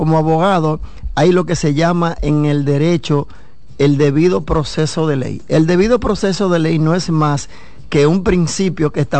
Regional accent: Dominican Republic; como abogado, como padre de familia, como dominicano

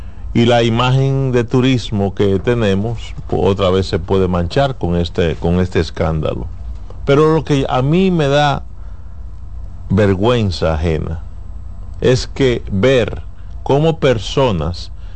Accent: Dominican Republic

